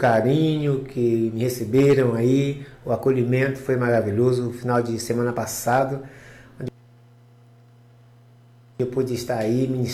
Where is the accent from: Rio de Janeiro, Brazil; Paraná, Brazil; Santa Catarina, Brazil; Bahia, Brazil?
Bahia, Brazil; Cachoeira; Passei na minha cidadezinha, minha terrinha, né, Cachoeira, fiquei muito feliz